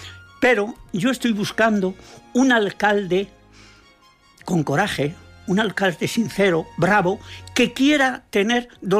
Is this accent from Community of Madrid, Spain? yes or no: yes; Madrid, Community of Madrid, Spain; No, yo cuando venía aquí era madrileño.